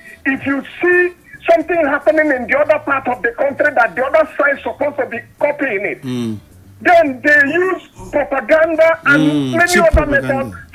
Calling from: Nigeria

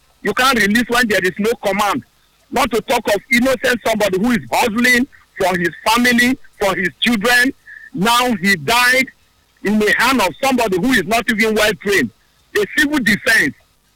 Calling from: Port Harcourt, Rivers, Nigeria; I'm calling from River State, Port Harcourt, precisely.

